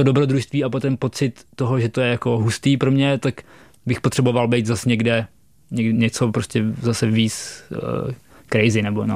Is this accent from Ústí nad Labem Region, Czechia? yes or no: no; Chotěboř, Vysočina Region, Czechia; born there